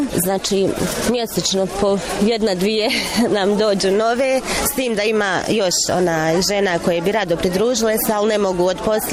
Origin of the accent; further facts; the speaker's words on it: Mostar, Federation of Bosnia and Herzegovina, Bosnia & Herzegovina; Dolazimo iz Bijelog polja, tačnije Potoci, Mostar.